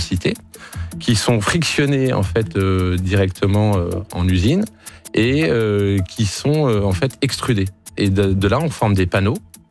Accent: Normandy, France; moi, je suis natif de Normandie.

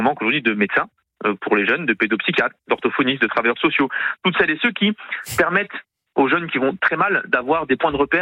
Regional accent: Toulouse, Occitanie, France; en tant que Toulousain

